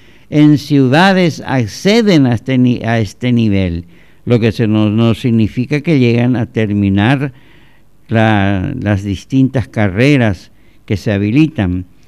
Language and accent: Spanish; Paraguay